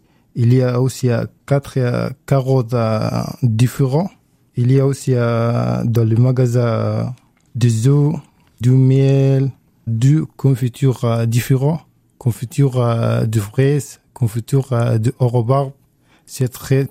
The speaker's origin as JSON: {"language": "French", "country": "Sudan", "second_language": "French", "moved": "yes", "lives_now": "Limoges area, France", "said": "je viens du Soudan, j'ai 27 ans, j'habite à la Terre en Partage depuis 5 mois."}